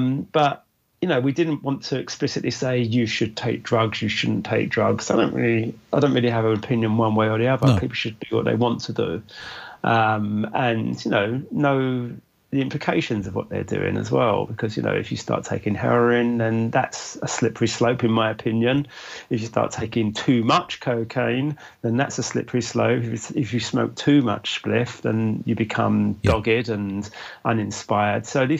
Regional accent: London, United Kingdom; I grew up in London, and that's what I know. I know East London, yes. West London, Central London, South London.

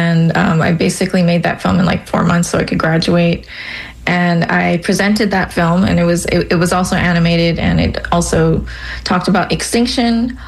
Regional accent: Hawaii, United States

